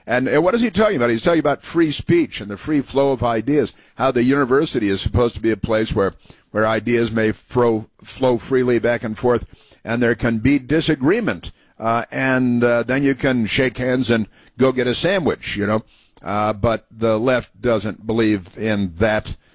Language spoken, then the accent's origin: English; Illinois, United States; He grew up north and west of Chicago, not far from where I did most of my growing up, and it's where regular people come from